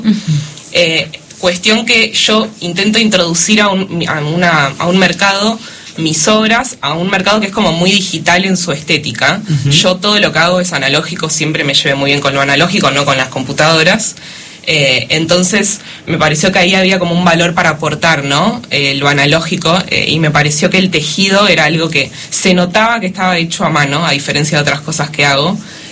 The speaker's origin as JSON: {"language": "Spanish", "town": "La Plata", "region": "Buenos Aires Province", "country": "Argentina", "said": "Directamente desde La Plata."}